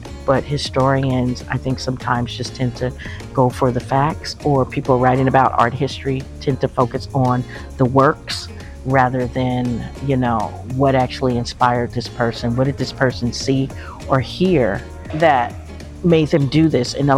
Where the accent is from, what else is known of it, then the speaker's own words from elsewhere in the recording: Kansas City, Kansas, United States; Kansas girl anymore. That was a reality check. You know, because you move places and you tell people, oh, I'm from Kansas City, and then you think that you always have that tie there.